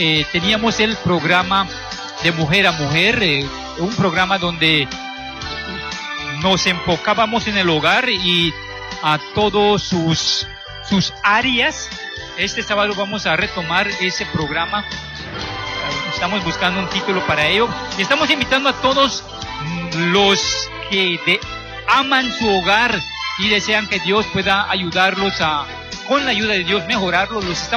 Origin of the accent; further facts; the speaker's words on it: Corozal District, Belize; nosotros somos de Corozal, de Paraíso.